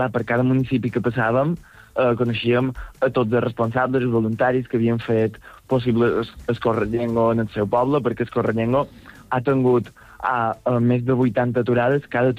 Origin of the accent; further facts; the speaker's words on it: Sa Pobla, Balearic Islands, Spain; Nosaltres, per exemple, ja som de la Pobla